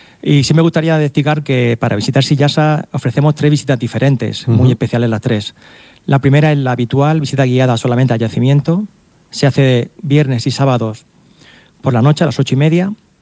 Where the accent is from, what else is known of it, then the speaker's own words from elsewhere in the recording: Cieza, Region of Murcia, Spain; Yo soy de Cieza, soy especializado en Cieza y conozco mi pueblo muy bien.